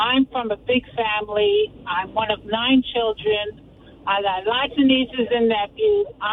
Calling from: Richmond, Virginia, United States; I'm calling from Richmond, Virginia.

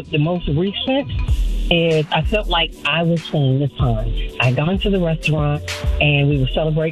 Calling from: Rockville, Maryland, United States; I'm calling from Rockville, Maryland.

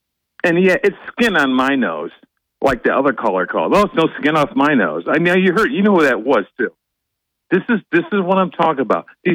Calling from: Binghamton, New York, United States; Hey, good morning, Bob. … from Binghamton.

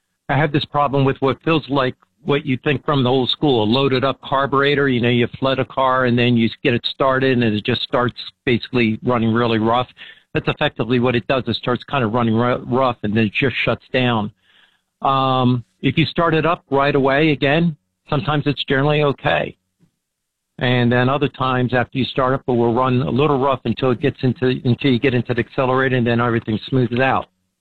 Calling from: Florida, United States

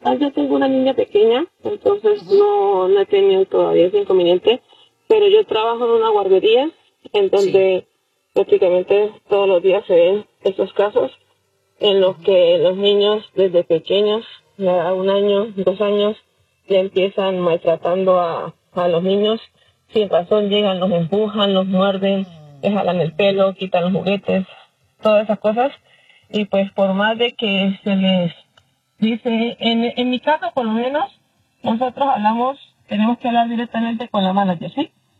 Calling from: Utah, United States; Estoy en el estado de Utah.

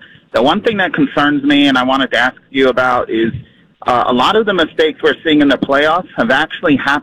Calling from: Connecticut, United States; I'm calling in from Connecticut, one of the few Spurs fans here.

